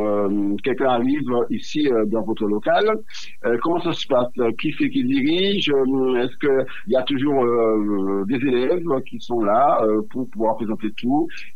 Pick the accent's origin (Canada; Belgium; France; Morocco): France; Pointe-à-Pitre, Guadeloupe; j'ai été élevé à Potapit